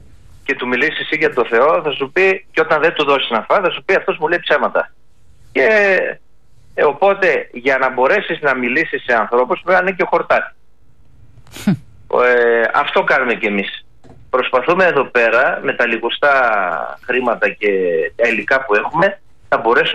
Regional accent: Kavala, Eastern Macedonia and Thrace, Greece; moved away as an adult; Η καταγωγή μου είναι από την Ανατολική Μακεδονία, από την Καβάλα συγκεκριμένα. Γεννήθηκα στην Καβάλα και έγινα μοναχός, χειροτονήθηκα, ιερέας.

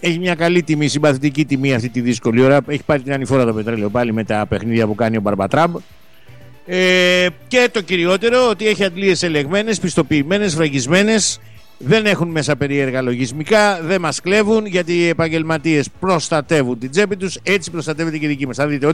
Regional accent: Nafpaktos, Western Greece, Greece; born there; now in Patras, Greece; Καλημέρα στην Αύπακτο, τη γενέτηρά μου, την αρχόντισσα του Κορινθιακού, την πανέμορφη, την Κούκλα.

